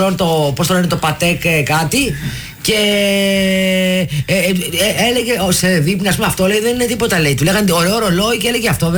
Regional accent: Athens, Attica, Greece; Επειδή γεννήθηκα και ανδρώθηκα στην Κυψέλη

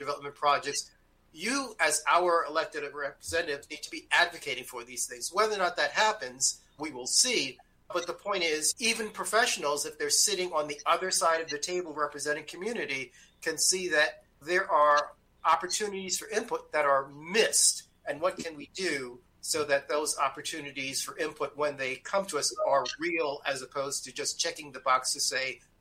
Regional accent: New York City, New York, United States; I was from that community. I grew up in East Harlem.

